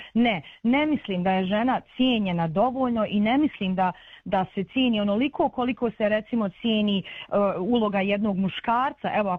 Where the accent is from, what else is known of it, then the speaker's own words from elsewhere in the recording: Srebrenica, Republika Srpska, Bosnia & Herzegovina; pošto lično ja sam iz Srebrenice